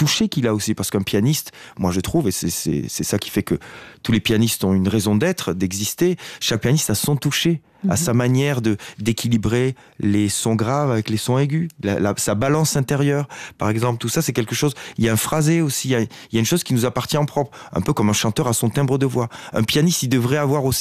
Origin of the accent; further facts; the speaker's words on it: Occitanie, France; Donc moi je suis des Hautes-Pyrénées, donc c'est un endroit c'est l'endroit où je suis né et où j'habite encore aujourd'hui d'ailleurs